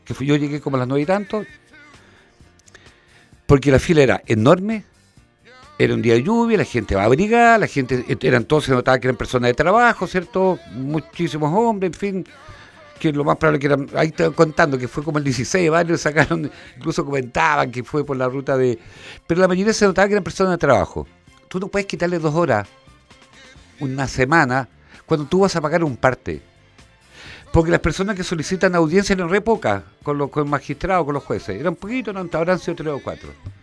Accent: Puerto Montt, Los Lagos, Chile; ayer yo me sentí muy orgulloso como puertomontino.

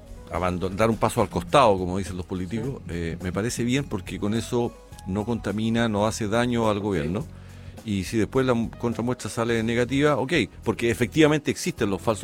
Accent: Chile; Somos todos chilenos aquí.

